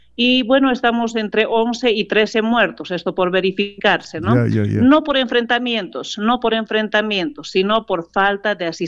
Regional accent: Sucre, Chuquisaca, Bolivia; Le hablo desde Bolivia, Sucre, la capital de Bolivia

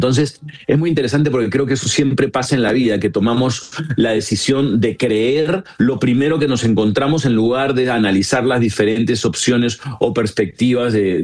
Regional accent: Peru; soy el único peruano

